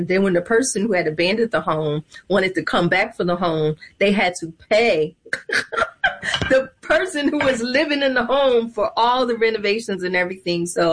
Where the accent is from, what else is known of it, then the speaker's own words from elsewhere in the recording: Philadelphia, Pennsylvania, United States; I come from Philadelphia, Pennsylvania.